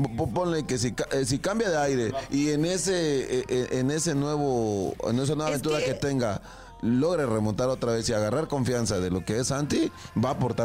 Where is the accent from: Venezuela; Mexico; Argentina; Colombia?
Mexico